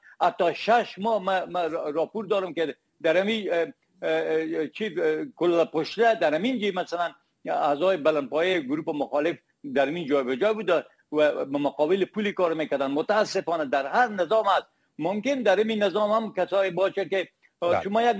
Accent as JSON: {"language": "Persian", "region": "Herat", "country": "Afghanistan", "said": "من خود من که از هرات هستم"}